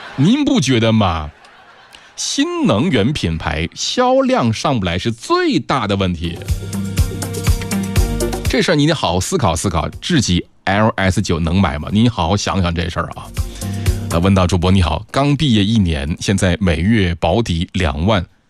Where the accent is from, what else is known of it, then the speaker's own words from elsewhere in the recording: Yichang, Hubei, China; 你要是我们宜昌的，